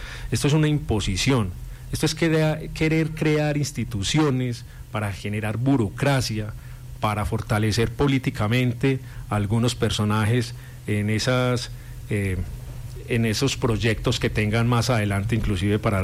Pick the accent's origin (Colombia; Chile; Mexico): Colombia; Antioquia